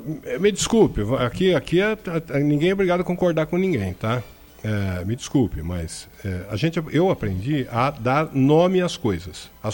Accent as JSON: {"language": "Portuguese", "region": "São Paulo", "country": "Brazil", "tie": "born or raised there", "moved": "yes", "said": "Em São Paulo, cidade onde eu nasci, cresci e vivi boa parte do tempo da minha vida"}